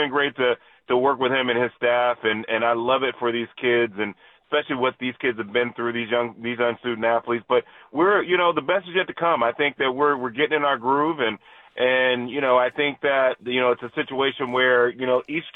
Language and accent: English; Texas, United States; I grew up in Texas, man.